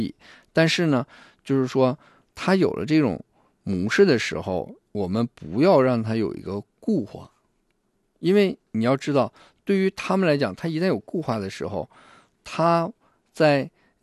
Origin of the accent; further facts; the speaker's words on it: Northeast China, China; 我们东北人